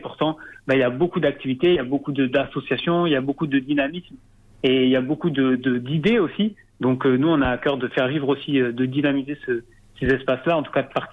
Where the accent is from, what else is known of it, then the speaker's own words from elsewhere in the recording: Argelès valley, Occitanie, France; moved away as an adult; also born or lived in Paris; Moi, je dois tout à la vallée d'Argelès, j'ai grandi, j'ai fait mon collège, mon lycée, mon école primaire. Maintenant, j'ai de la famille à Lourdes. Je suis venu à Paris pour les études.